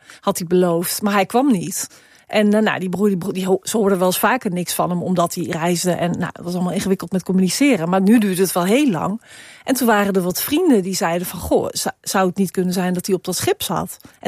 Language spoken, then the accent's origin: Dutch; Suriname; ik kom uit Suriname